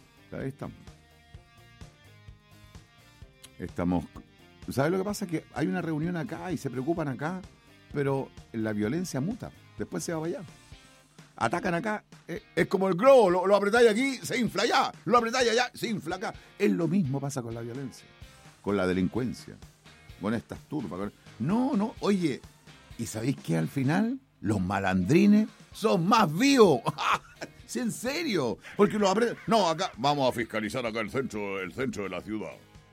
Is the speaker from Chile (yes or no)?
yes; Chile; como chileno y chilena